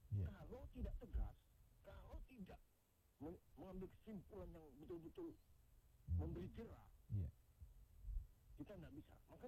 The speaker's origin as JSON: {"language": "Indonesian", "town": "Samarinda", "region": "East Kalimantan", "country": "Indonesia", "tie": "born or raised there", "said": "Saya di Kalimantan Timur, Pak, minta maaf ya, saya Samarinda, saya anak Samarinda."}